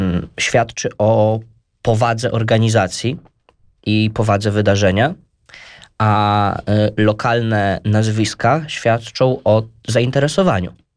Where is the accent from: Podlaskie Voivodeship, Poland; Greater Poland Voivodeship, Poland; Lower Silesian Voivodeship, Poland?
Podlaskie Voivodeship, Poland; Łomża; ale jesteśmy z Łomży, więc mamy stadion w Łomży.